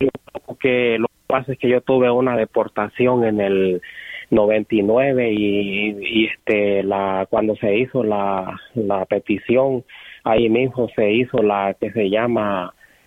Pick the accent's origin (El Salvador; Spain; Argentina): El Salvador; now in United States; Bueno, todavía tengo el TPS, soy de El Salvador y entré con el parol